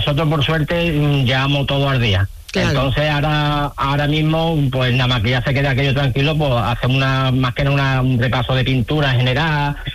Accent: Andalusia, Spain; aunque yo siempre soy de Canal Sur, por mi tierra

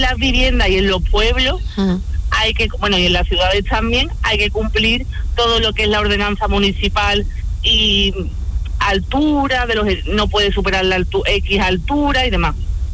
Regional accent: Carmona, Andalusia, Spain; Claro, Charo, yo entro a las 7 en Bormujos y soy de Carmona, entonces

